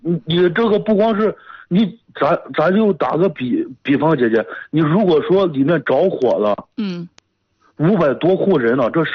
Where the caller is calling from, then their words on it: Yuncheng, Shanxi, China; 我是咱那个运城盛会南路金玉家园小区的业主。